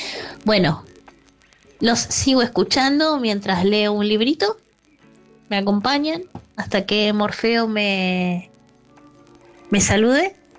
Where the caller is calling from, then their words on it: Caballito, Buenos Aires, Argentina; Les mando un fuerte abrazo. … de Caballito.